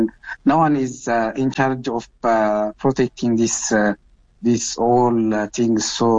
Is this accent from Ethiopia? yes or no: yes; Mekelle, Tigray, Ethiopia; English is a second language; from Magala.